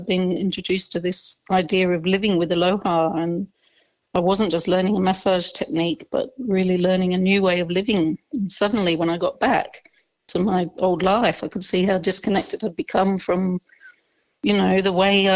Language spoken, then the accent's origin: English; Melbourne, Victoria, Australia; also born or lived in Bellingen, New South Wales; I am from Naarm, Melbourne, living down here now. I was an old Bellingen local when I was just a little thing.